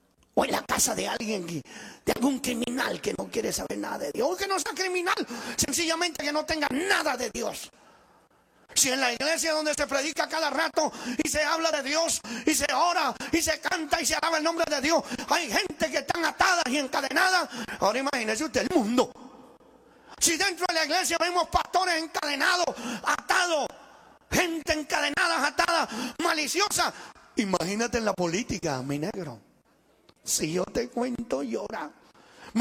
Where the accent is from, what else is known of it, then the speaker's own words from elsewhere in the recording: Italy; para aquellos que vienen por primera vez, que no me conocen, yo soy italiano. Está raro, pero es así.